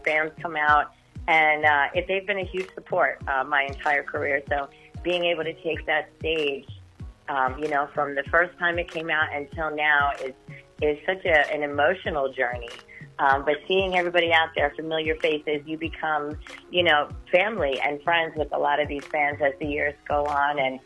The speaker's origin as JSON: {"language": "English", "town": "Staten Island", "region": "New York", "country": "United States", "tie": "born or raised there", "said": "I'm a New York girl. I was born in Long Island, and, you know, I grew up in Staten Island"}